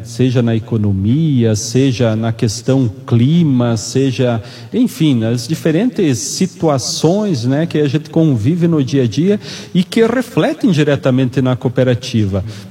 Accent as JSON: {"language": "Portuguese", "country": "Brazil", "said": "nós brasileiros, eu digo nós brasileiros"}